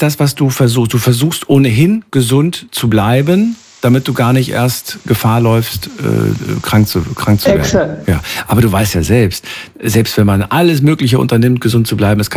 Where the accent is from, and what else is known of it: Germany